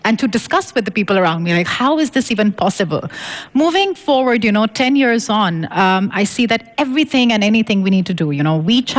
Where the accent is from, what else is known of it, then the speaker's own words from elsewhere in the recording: Pakistan; now in Beijing, China; these 10 years that I've lived in Beijing, originally I'm from Pakistan